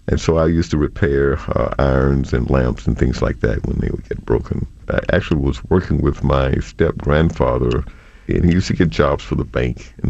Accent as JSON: {"language": "English", "town": "Mobile", "region": "Alabama", "country": "United States", "tie": "born or raised there", "said": "I grew up in Alabama, Mobile, Alabama. My father was a military veteran. He was in the Army, World War II. There were six kids in the family."}